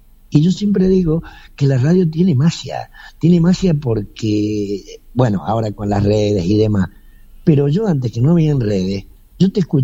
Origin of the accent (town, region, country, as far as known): Uspallata, Mendoza, Argentina; born or raised there